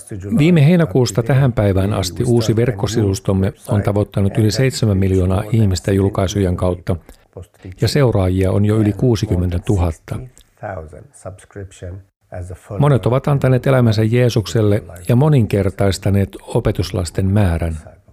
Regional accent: Egypt; also born or lived in Mauritania / Jordan; now in Spain; Olen kotoisin Egyptistä ja vaimoni on Irakista. Tapasimme Jordaniassa ja muutimme Mauritaniaan.

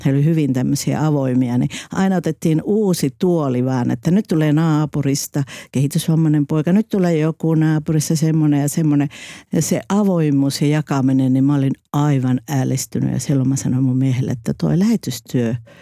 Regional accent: Kilimanjaro, Tanzania; Finnish is a second language; Kaikki kysyy, mistä mä oon kotosi, niin mä sanon, että made in Kilimanjaro.

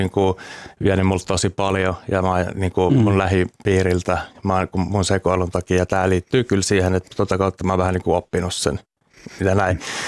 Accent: Uusimaa, Finland; Tuosta pääkaupunkiseudulta mä oon kotoisin.

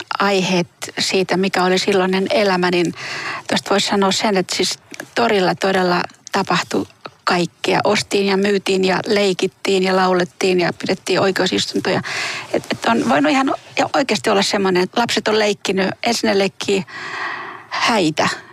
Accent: Kotka, Kymenlaakso, Finland; Yksi tuttu naapuri aikanaan Kotkassa, josta mä oon kotoisin

